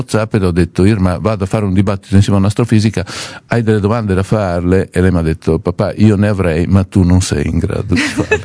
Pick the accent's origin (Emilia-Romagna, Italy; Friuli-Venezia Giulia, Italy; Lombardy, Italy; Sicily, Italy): Emilia-Romagna, Italy; Parma; sono di Parma